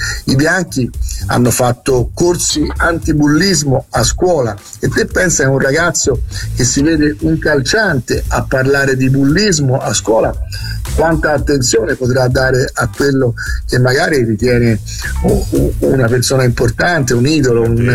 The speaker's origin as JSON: {"language": "Italian", "town": "Florence", "region": "Tuscany", "country": "Italy", "said": "siamo fiorentini e non siamo senesi."}